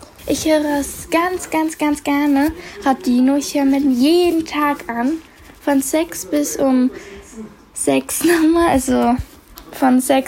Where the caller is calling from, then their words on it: Kirchberg, Austria; Ich bin 11 Jahre alt. Ich komme aus Österreich und wohne in Kirchberg.